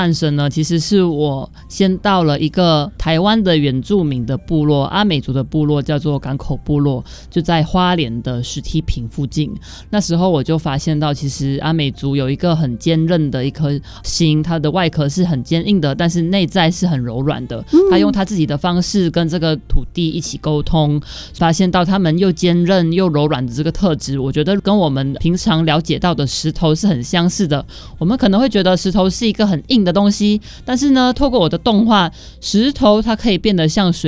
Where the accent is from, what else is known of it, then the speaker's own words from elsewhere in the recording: Malaysia; now in Taiwan; 我来自马来西亚，目前长期定居在台湾。